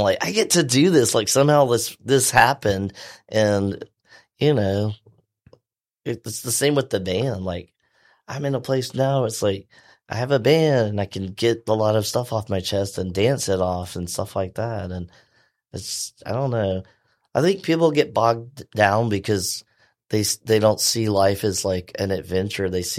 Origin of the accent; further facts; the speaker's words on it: Mobile, Alabama, United States; also born or lived in Theodore, Alabama; So anyway, we're all from Mobile. Mm-hmm.